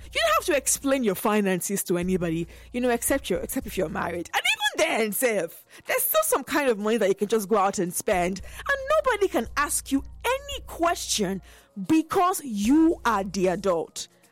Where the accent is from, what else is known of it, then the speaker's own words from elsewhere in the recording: Nigeria; As Nigerians